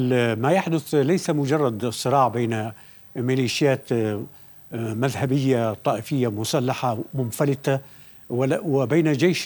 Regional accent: Yemen

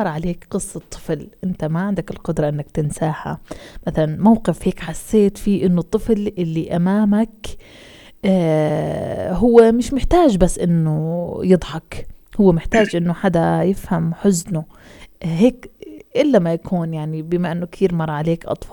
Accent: Palestine; أنا دائما بحكي إنه إحنا كشعب فلسطيني وكأطفالنا بدون ذكر مواقف محددة كلنا عنا قصص

